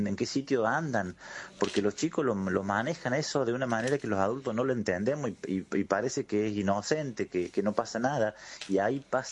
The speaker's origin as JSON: {"language": "Spanish", "country": "Argentina"}